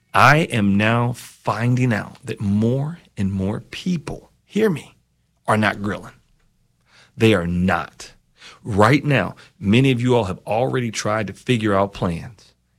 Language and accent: English; United States; I'm an American through and through